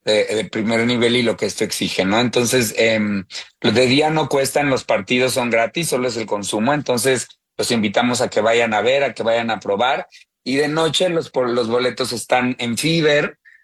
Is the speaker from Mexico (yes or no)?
yes; Mexico; para celebrar juntos en esta oportunidad épica de hacerlo aquí y como los mexicanos lo sabemos hacer, ¿no?